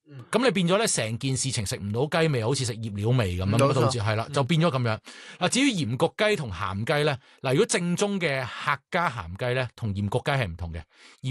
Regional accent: Guangdong, China; 我哋广东人呢係会叫一啲蛋呢就叫春。

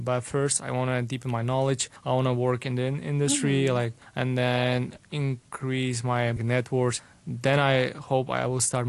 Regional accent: Tajikistan; English is a second language; moved away as an adult; now in Hong Kong; I come from Tajikistan. I came to Hong Kong actually 4 years ago

